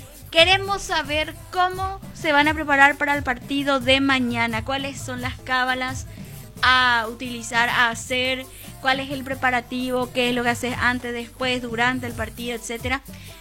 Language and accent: Spanish; Paraguay